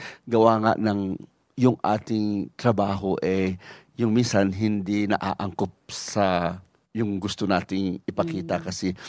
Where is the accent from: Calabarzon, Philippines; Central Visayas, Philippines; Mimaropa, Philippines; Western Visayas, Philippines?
Mimaropa, Philippines; And then, pinanganak ako sa Marindoki. Tumira din naman kami doon ng mga 7 or 9 years dahil yung father ko nag-vice mayor at nag-mayor sa Buena Vista, Marinduque.